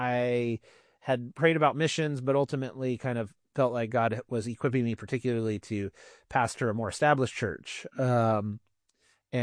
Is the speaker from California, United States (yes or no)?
yes; Hollister, California, United States; So I grew up in Hollister.